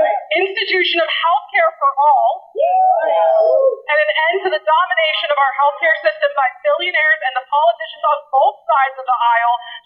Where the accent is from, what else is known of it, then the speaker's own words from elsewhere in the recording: St. Petersburg, Florida, United States; I was born and raised right here in St. Pete and currently work out of Largo.